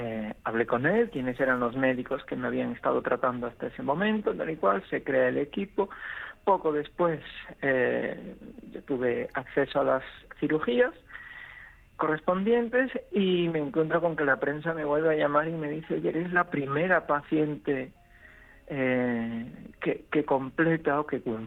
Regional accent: A Coruña, Galicia, Spain; Yo soy gallega, yo soy de aquí, me he criado en Coruña y aquí me quiero quedar.

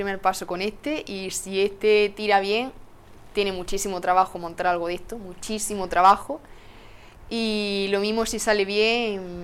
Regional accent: Castellar, Andalusia, Spain; born or raised there

